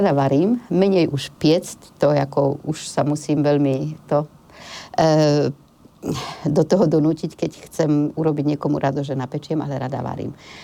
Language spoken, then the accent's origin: Slovak; Komárno, Nitra Region, Slovakia; Keď som sa narodila v Komárne, vyrastala som vo veľmi šťastnej rodine, veľmi komplexnej rodine.